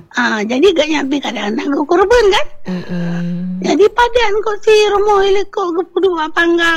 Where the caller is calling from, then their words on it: Aceh, Indonesia; kita orang Aceh ya.